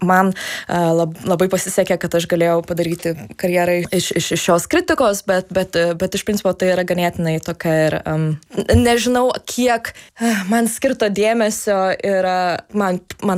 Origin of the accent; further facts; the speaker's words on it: Kaunas, Kaunas County, Lithuania; moved away as an adult; o aš iš Kauno